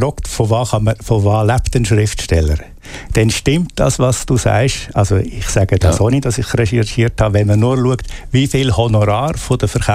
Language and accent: German; Aargau, Switzerland; im Kanton Aargau, wo ich bin ein Aargauer